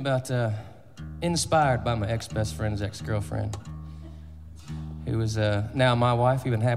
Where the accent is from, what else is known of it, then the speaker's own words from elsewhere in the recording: Tyro, Virginia, United States; I was from a little small town in Nelson County called Tyro